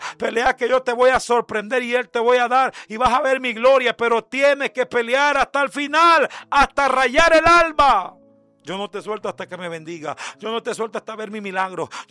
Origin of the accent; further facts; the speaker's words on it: El Salvador; bayunco, decimos en El Salvador.